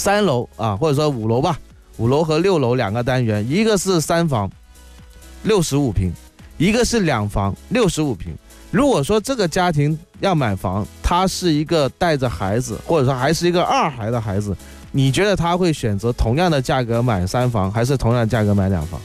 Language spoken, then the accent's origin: Chinese; Guangdong, China; 这是我们广东人的常说在口